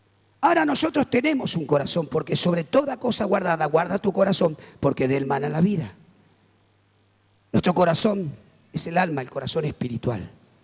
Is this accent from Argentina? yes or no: yes; Argentina; nos olvidamos como argentinos